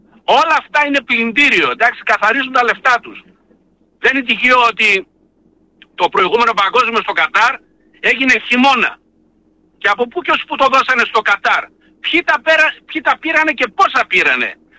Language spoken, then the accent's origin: Greek; Eastern Macedonia and Thrace, Greece; Πρώτα είμαι Έλληνας και είμαι ποντιακής καταγωγής. Λοιπόν, και Θρακιώτης.